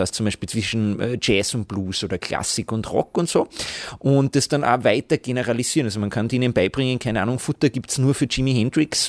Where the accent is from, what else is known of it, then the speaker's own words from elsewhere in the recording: Gallneukirchen, Upper Austria, Austria; also born or lived in Linz; now in Vienna, Austria; ich bin 34, jetzt noch. Ich werde nächstes Monat werde ich 35. Ich komme aus Oberösterreich, das stimmt, ich bin in Linz geboren, ich bin in Gallneukirchen aufgewachsen und aber schon sehr, sehr lange in Wien.